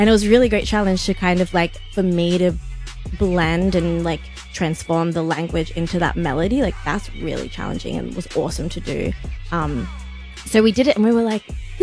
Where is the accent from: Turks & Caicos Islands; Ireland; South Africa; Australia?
Australia; Sydney, New South Wales; I grew up in Sydney. I'm from the southwest. Mm-hmm. … Grew up in Panania, so Darug country.